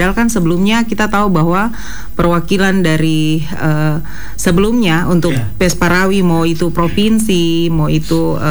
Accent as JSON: {"language": "Indonesian", "town": "Fakfak", "region": "West Papua", "country": "Indonesia", "said": "Itu jati diri kami orang Fak-Fak begitu ya."}